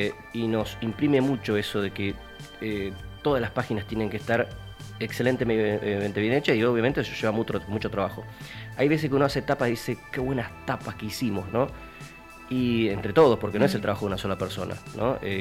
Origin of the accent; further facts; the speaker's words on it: Argentina; nosotros pues somos argentinos